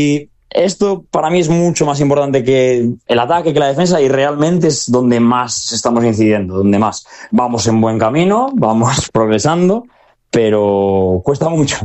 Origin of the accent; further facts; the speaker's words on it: Galicia, Spain; Pues como buen gallego te diré que depende